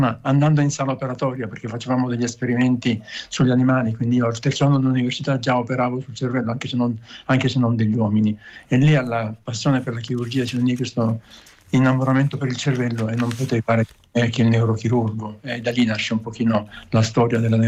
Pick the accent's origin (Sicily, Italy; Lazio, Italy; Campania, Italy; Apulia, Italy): Sicily, Italy; born there; Dunque, io sono nato in Sicilia da un padre siciliano e mamma trentina, e molti anni fa, oramai.